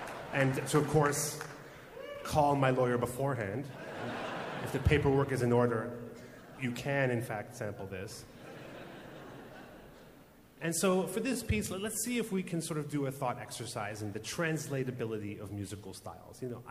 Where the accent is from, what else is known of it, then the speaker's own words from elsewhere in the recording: Toronto, Ontario, Canada; It's great to be back in my hometown, of course, and to finally be here at Massey Hall to play for you.